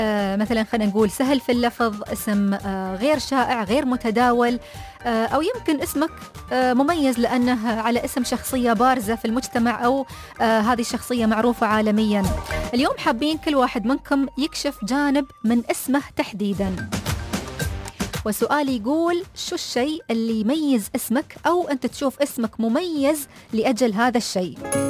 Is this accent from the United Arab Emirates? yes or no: yes; United Arab Emirates; عندنا في الإمارات